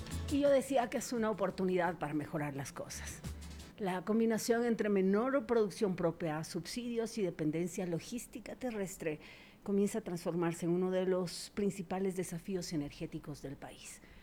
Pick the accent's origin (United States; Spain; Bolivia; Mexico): Bolivia